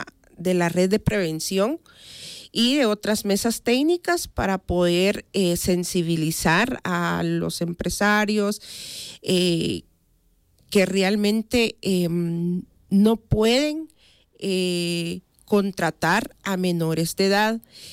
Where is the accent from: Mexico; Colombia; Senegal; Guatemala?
Guatemala; como guatemaltecos pues nos basamos a través de la Constitución y el Código de Trabajo